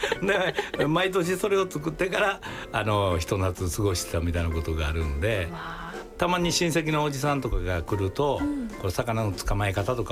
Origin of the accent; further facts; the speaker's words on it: Osaka, Japan; born there; ずっと小さい頃からですね、僕大阪で生まれてるんですけれども、はい、両親が淡路島の海辺の出身なんですね。